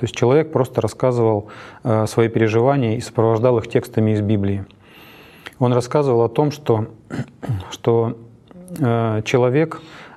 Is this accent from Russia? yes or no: yes; Zavolzhye, Nizhny Novgorod Oblast, Russia; now in Nizhny Novgorod, Russia; Я родом из города Заволжья Нижегородской области